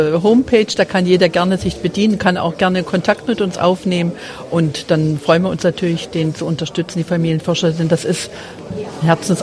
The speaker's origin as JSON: {"language": "German", "town": "Erfurt", "region": "Thuringia", "country": "Germany", "tie": "born or raised there", "said": "Also ich direkt komme nicht aus Pferdingsleben. Ich bin eine gebürtige Erfurterin, aber meine mütterlichen Vorfahren kommen alle aus dem Umkreis von Erfurt."}